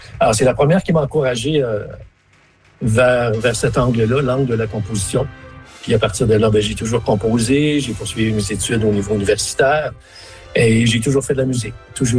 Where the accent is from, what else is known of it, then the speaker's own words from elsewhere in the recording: Smooth Rock Falls, Ontario, Canada; je suis né à Smooth Rock Falls, c'est le village du nord de l'Ontario. Et comme intérêt, quand on était un petit garçon à Smooth Rock Falls, il y avait à peu près que jouer au hockey.